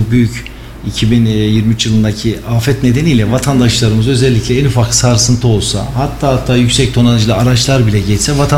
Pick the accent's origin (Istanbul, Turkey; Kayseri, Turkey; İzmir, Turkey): Kayseri, Turkey; born there; 1971 Kayseri doğumluyum.